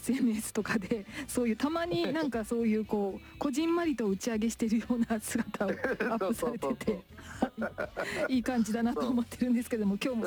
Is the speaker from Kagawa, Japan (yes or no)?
yes; Kagawa, Japan; 私も実は瀬戸内海を挟んで香川県出身なんですけれども。